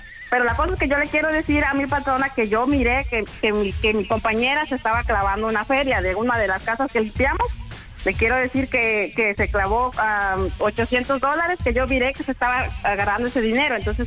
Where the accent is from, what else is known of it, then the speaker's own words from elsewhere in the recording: Honduras; No, no, soy hondureña.